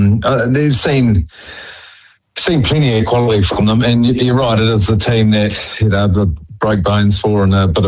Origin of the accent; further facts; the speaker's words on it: Wellington, New Zealand; Although born and raised in Wellington, the Chiefs are the team for me